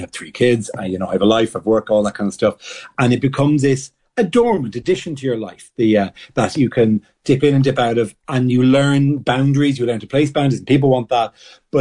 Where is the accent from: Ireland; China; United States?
Ireland; But even more than that was being Irish sort of is a huge help in the situation.